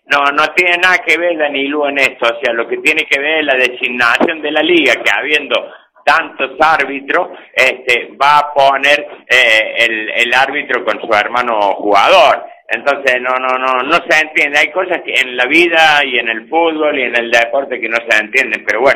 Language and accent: Spanish; Argentina